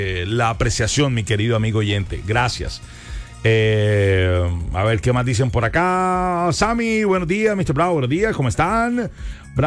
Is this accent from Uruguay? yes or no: no; Colombia; lo flojos que somos los colombianos